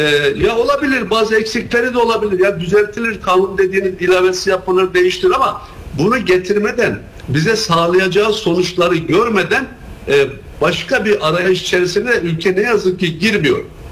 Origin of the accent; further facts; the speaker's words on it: Kars, Turkey; ben şu anda Kars'tan sizinle konuşuyorum. Benim memleketim burası.